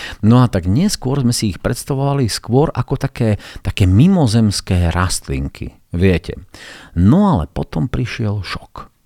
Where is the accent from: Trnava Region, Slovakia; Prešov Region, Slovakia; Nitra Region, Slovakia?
Prešov Region, Slovakia; Bardejov; ako dieťa som býval v Bardejove. No a v Bardejove som býval na takom sídlisku a to sídlisko bolo hneď pod lesom. Bývali sme v bytovke